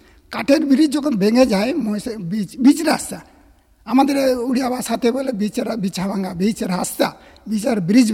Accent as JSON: {"language": "Bangla", "region": "West Bengal", "country": "India", "said": "আমাদের গ্রামের লোক"}